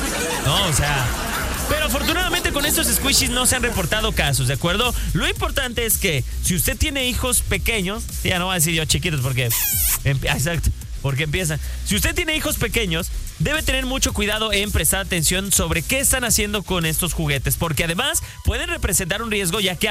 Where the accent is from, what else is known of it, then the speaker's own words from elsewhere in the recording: Mexico; Nuestras idas a urgencias como niños mexicanos